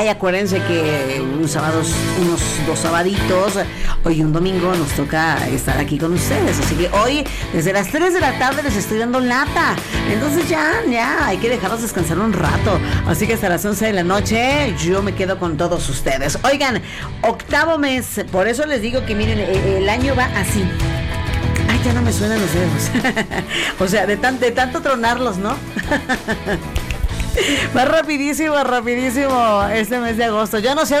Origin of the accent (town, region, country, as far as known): Mexico